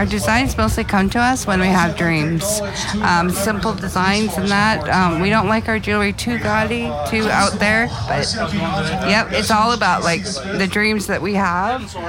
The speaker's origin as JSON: {"language": "English", "region": "Alberta", "country": "Canada", "said": "I'm from Piikani Nation."}